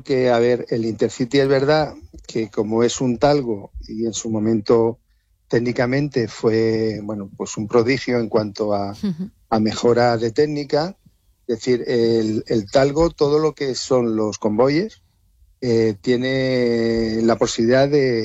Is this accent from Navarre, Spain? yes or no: no; Almería, Andalusia, Spain; Primero, los almerienses, nuestra forma de ser, nuestro carácter no ha ayudado para nada. Somos un pueblo poco reivindicativo